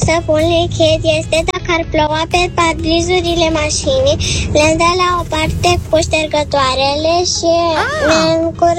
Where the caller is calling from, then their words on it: Iași, Iași County, Romania; din Iași, aproape împline 7 ani